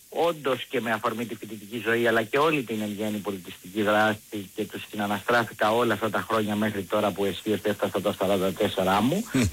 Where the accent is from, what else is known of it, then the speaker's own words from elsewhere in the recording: Corfu, Ionian Islands, Greece; also born or lived in Sparta; Ναι, γεννήθηκα στη Σπάρτη και 5 ετών ήρθα στη Κέρκυρα.